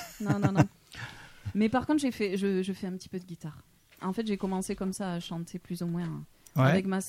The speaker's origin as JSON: {"language": "French", "town": "Dax", "region": "Nouvelle-Aquitaine", "country": "France", "tie": "born or raised there", "said": "j'ai grandi pas très loin d'ici, j'ai grandi à Dax."}